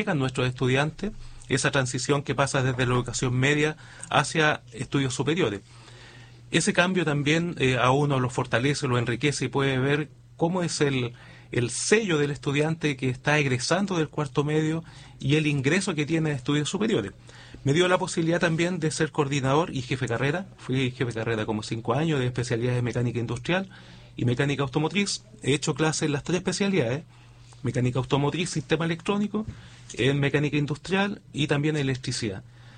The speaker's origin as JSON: {"language": "Spanish", "town": "Iquique", "region": "Tarapacá", "country": "Chile", "moved": "as an adult", "lives_now": "San Javier, Chile", "said": "Yo vengo de Iquique, por lo tanto soy nortino, vengo de Iquique. Allá fue toda mi formación y laboral y también mi experiencia académica."}